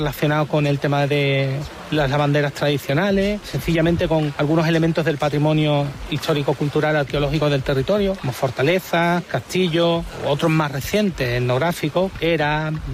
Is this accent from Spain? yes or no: yes; Monda, Andalusia, Spain; born there; moved away as an adult; also born or lived in Aragon; soy licenciado en Geografía e Historia, soy vecino de Monda, de uno de los pueblos que componen el Parque Nacional y Reserva de la Biosfera Sierra de las Nieves.